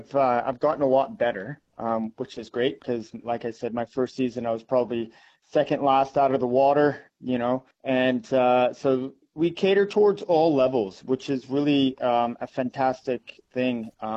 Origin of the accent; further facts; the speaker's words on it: Squamish, British Columbia, Canada; now in Geraldton, Australia; I'm originally from Squamish, British Columbia.